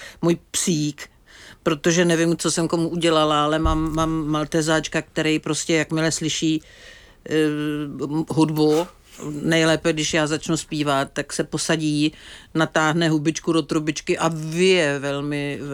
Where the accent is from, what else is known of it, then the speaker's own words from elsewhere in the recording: Prague, Czechia; born there; Narodila jsem se v Praze.